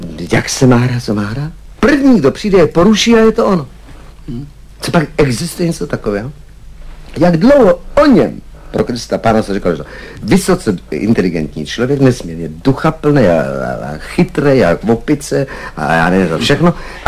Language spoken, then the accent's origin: Czech; Smečno, Central Bohemian Region, Czechia